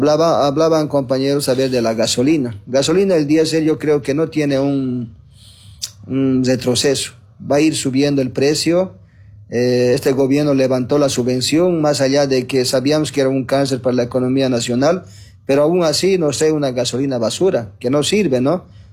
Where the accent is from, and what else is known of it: Bolivia